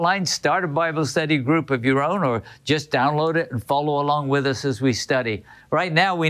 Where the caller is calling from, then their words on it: Canada; I'm watching from Canada.